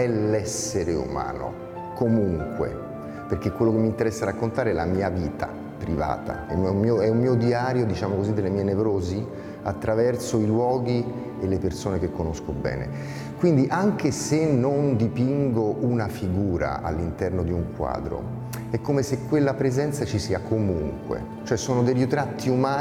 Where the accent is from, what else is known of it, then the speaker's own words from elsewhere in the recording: Rome, Lazio, Italy; moved away as an adult; also born or lived in New York, United States; ho passato poco più della metà della mia vita in America e poco meno della metà della mia vita qui. È vero che sono romano, ma sono anche non romano.